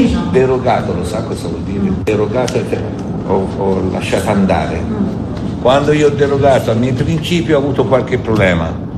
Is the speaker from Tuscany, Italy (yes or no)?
yes; Tuscany, Italy; born there; io sono nato nella provincia di Livorno e mi hanno accorto con i fischi perché dicevano che nessuno è profeta in patria